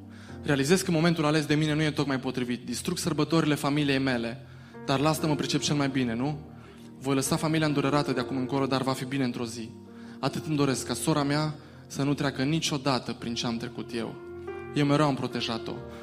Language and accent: Romanian; Baia Mare, Maramureș County, Romania; O fată din Baia Mare, eu sunt din Baia Mare, apropo, o fată din Baia Mare s-a aruncat de la etajul 7